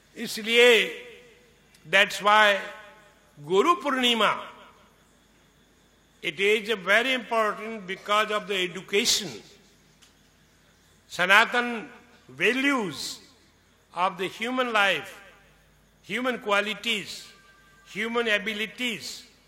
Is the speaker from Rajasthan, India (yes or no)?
yes; Rajasthan, India; first language Marwari; मारवाड़ी राजस्थानी बोल गया, हमारी मातृभाषा है